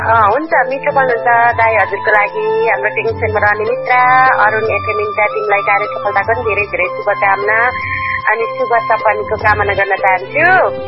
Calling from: Koshi Province, Nepal; यता मोरङबाट

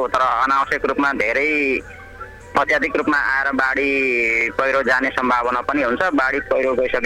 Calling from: Dharan, Koshi Province, Nepal; म पूर्वधरानबाट

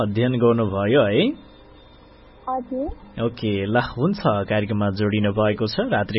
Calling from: Irkhu, Bagmati, Nepal

